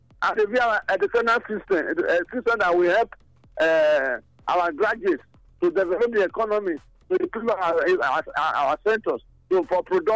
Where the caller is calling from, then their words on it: Benin City, Edo, Nigeria; I'm calling from Benin.